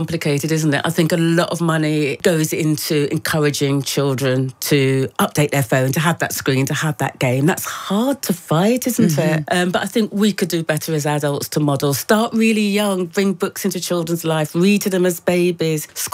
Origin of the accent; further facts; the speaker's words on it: England, United Kingdom; I'm not Scottish, I'm not Welsh. I'm very definitely English.